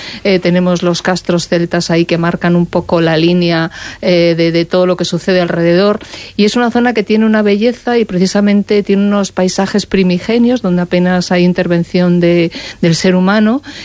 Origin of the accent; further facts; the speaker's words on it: Castile and León, Spain; el paisaje de mi pueblo pertenece a la Sierra de Ávila. Quizás es la zona más desconocida de nuestra provincia, que tiene una riqueza paisajística precisamente por ser un paisaje no muy de árboles, sino más bien de roquedales, de granítico.